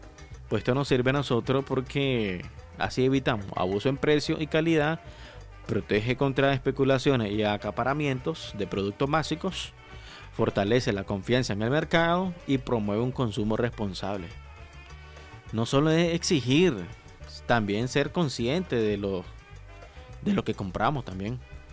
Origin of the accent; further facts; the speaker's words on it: Nicaragua; como los nicaragüenses, somos orgullosos